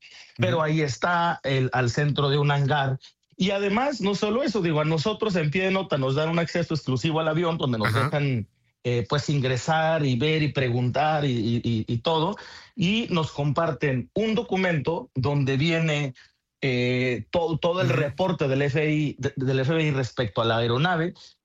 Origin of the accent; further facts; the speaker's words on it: Mexico; Yo tengo mi terruño acá del otro, en una esquina de México.